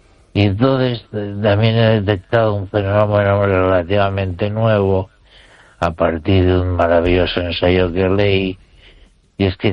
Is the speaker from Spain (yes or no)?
yes; Spain